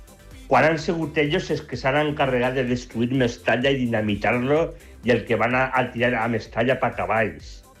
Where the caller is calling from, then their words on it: Valencia, Valencian Community, Spain; de València